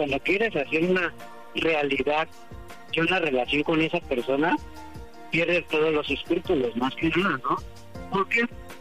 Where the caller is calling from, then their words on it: Oaxaca, Mexico; Tengo 31 años y soy de Oaxaca.